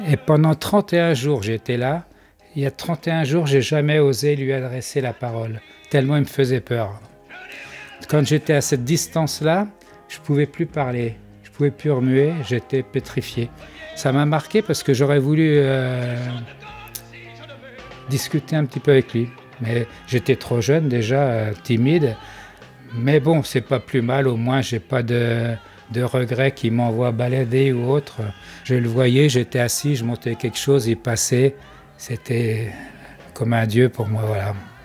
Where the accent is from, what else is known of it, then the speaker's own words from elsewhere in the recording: France; chez nous en France.